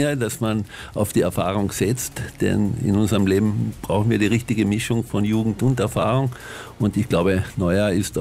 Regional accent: Austria; als Österreicher

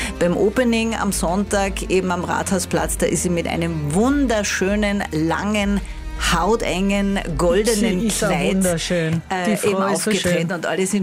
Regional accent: Australia; Ja, wir sind aus Australien gekommen, weil unsere Kinder so große Song Contest-Fans sind.

